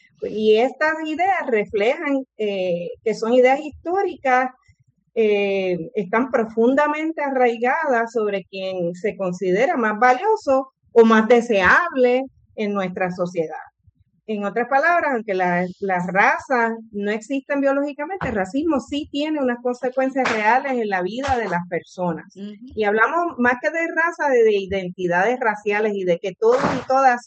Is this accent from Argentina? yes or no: no; Puerto Rico; yo me considero una mujer puertorriqueña evidentemente negra